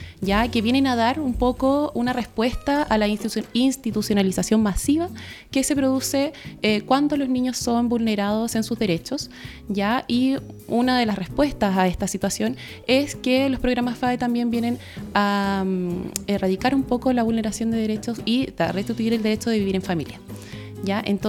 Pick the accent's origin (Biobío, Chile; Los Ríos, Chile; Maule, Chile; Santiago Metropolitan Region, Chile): Santiago Metropolitan Region, Chile; San Bernardo; yo soy de San Bernardo, nacida en San Bernardo.